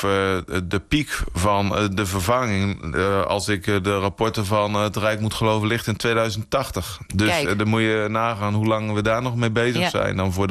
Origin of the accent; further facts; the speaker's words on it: IJsselmuiden, Overijssel, Netherlands; Ja, kijk, ik kom uit IJsselmuiden-Kampen. Dus ik ben ook nog steeds kerkelijk actief. Wel echt in een christelijke gemeenschap opgegroeid.